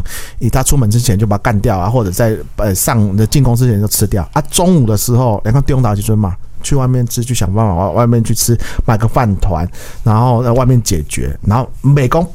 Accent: Taiwan

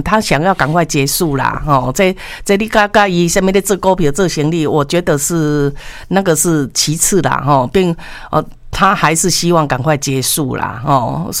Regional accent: Taiwan; 我们中国，我们是台湾的

